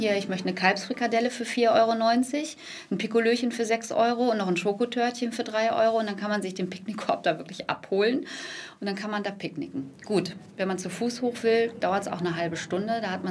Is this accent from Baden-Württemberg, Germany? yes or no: no; North Rhine-Westphalia, Germany; Ich komme ja aus dem Pott